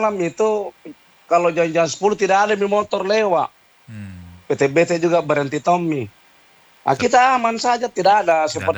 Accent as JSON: {"language": "Indonesian", "town": "Makassar", "region": "South Sulawesi", "country": "Indonesia", "tie": "born or raised there", "said": "Jadi memang saya lahir di Makassar itu, Bun Ruslan."}